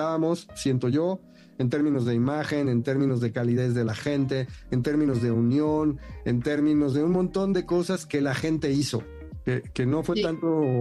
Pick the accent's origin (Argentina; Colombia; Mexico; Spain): Mexico; La unión y el decir somos mexicanos y estamos orgullosos y todos somos iguales